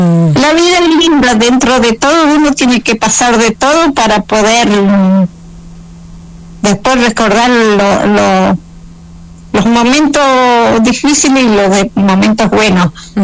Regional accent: Paso Los Molles, Río Negro, Argentina; now in Bariloche, Argentina; Nací en el campo. Yo me crié en Paso Los Molles, de donde está mandando mensaje Mirta Miyapi.

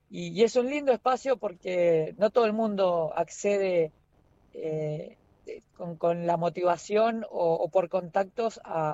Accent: San Carlos de Bariloche, Río Negro, Argentina; moved away as an adult; now in Tierra del Fuego, Argentina; yo soy de Bariloche, pero conocí Tierra del Fuego a los 20 años

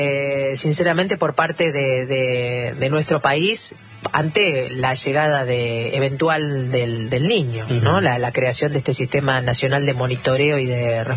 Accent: Córdoba, Argentina; now in Paraná, Argentina; que vive en Paraná.

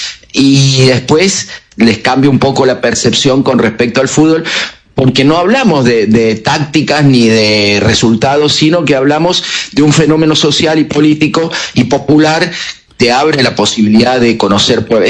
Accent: Godoy Cruz, Mendoza, Argentina; now in Córdoba, Argentina; Soy mendocino, sí. De Godoy Cruz, pero sí, como decís vos, vivo en Córdoba hace 34 años.

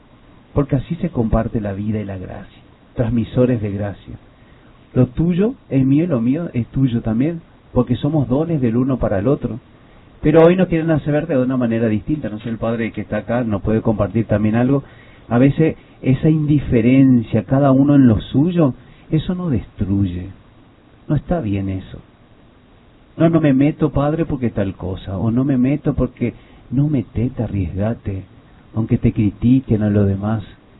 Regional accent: Argentina; para nosotros como pueblo argentino

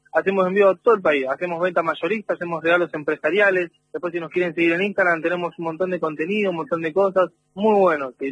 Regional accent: Santa Clara del Mar, Buenos Aires Province, Argentina; Somos de Santa Clara del Mar, Camel Norte somos nosotros, tenemos una cuchillería.

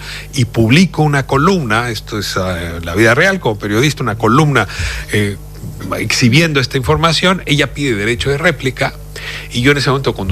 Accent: Mexico; en mi país, en México

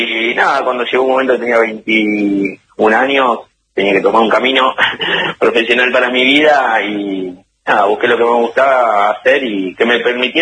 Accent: General Rodríguez, Buenos Aires Province, Argentina; moved away as an adult; now in Lago Puelo, Argentina; yo me crié en General Rodríguez, provincia de Buenos Aires

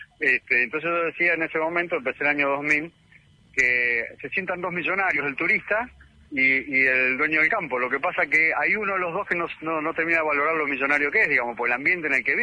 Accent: El Calafate, Santa Cruz, Argentina; como lugareño, yo soy de Calafate, de la provincia de Santa Cruz

